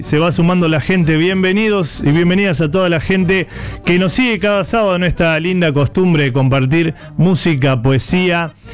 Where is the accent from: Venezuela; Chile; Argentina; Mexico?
Argentina; Sanford, Santa Fe; a mi pueblo natal, a Sanford.